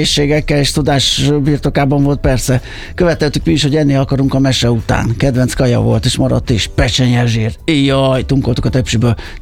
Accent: Budapest, Hungary; A belvárosiak, mert hogy ott nőttem fel, azok ismerősek

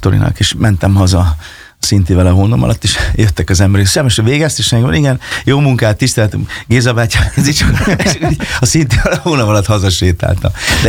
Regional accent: Fényeslitke, Szabolcs-Szatmár-Bereg, Hungary; also born or lived in Kisvárda; Hát ugye én Fényeslitkén nőttem föl, és Kisvárdán születtem, és hát ott a megyében, ahova hívtak

